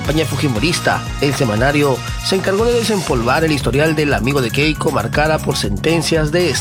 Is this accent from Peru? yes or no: yes; Peru; los peruanos terminamos la semana sabiendo que en esta tierra el próximo remesón siempre está a la vuelta de la esquina.